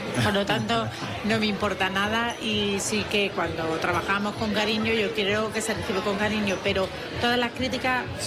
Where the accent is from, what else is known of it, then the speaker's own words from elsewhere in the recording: Granada, Andalusia, Spain; Como otro granadino más, a pie de calle